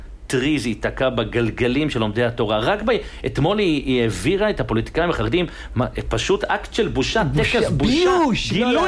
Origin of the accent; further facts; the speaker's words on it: Jerusalem, Jerusalem District, Israel; אני בתור ילד ירושלמי